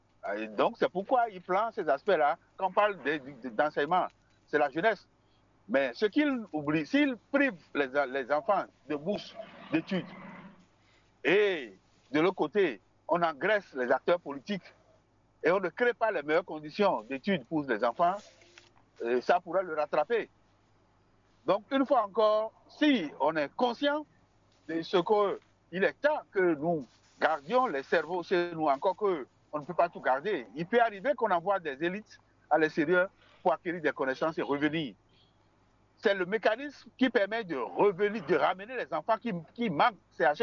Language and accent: French; Benin; Regardez, même quand je reviens rapidement chez moi, au Bénin